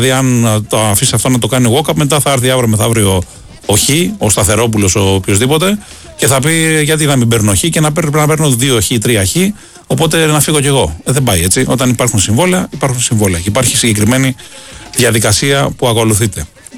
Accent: Greece; το λέω και ως Έλληνας μαζί

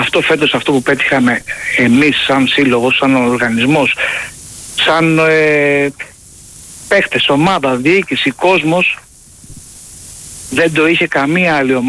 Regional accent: Paiania, Attica, Greece; Εντάξει, δεν παίρνω τηλέφωνα. … είμαι από την Παιανία.

